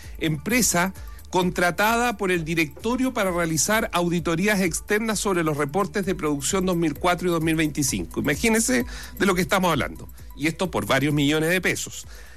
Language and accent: Spanish; Chile